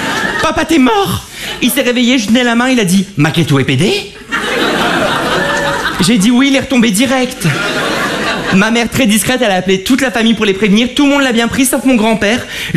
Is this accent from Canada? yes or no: no; Avion, Hauts-de-France, France; born there; je suis né dans le Pas-de-Calais, dans un village qui s'appelle Avion, près de Lens.